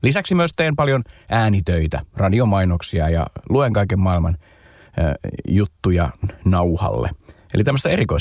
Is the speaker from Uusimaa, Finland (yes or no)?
yes; Porvoo, Uusimaa, Finland; omassa kotikaupungissani Porvoossa